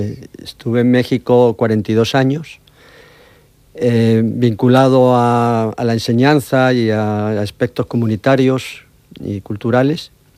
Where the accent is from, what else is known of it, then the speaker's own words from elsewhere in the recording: Madrid, Community of Madrid, Spain; now in San Javier, Spain; aun cuando no soy de estas tierras, soy de Madrid, pero me asenté aquí hace 2 años